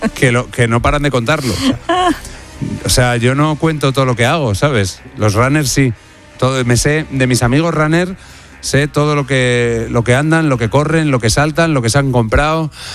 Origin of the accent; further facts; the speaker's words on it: Spain; Como somos españoles y jachondos